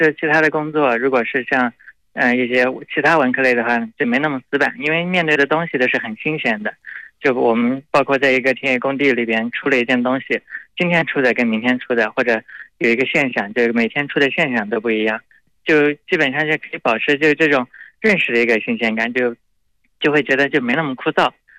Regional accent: Yunnan, China; moved away as an adult; now in Guangdong, China; 我老家云南的。

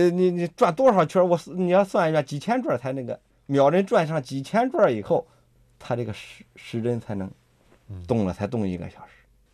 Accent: Neiqiu, Hebei, China; 这个扁鹊祠就是在我们老家那儿，就是在

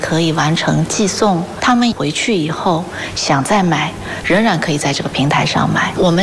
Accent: China; 而是想展现我们中国人是怎样用现代科技来实现我们对美好生活的向往

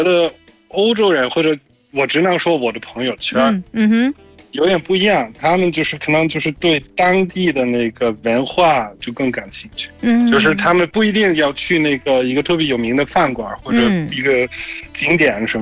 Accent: Germany; Chinese is a second language; 谢谢大家，

